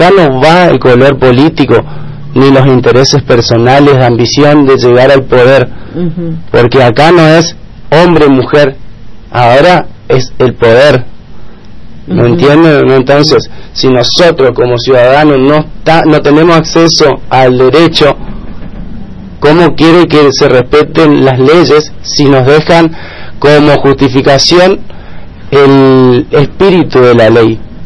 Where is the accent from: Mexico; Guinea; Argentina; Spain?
Argentina; que como soberanía nosotros como argentinos tenemos que garantizar y preservar que los niños son sujetos de derecho.